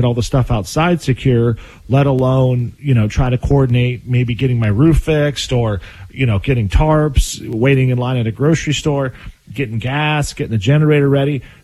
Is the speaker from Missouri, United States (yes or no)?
no; Michigan, United States; my hometown's in Michigan, and years ago, my hometown actually got hit with, they call them a straight line windstorm.